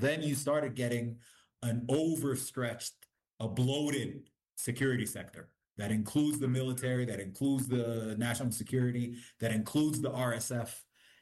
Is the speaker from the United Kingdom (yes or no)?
no; Northern Sudan, Sudan; English is a second language; And even though like I'm indigenous, I'm from the Nubian area in the north, we have our own language, stuff like that.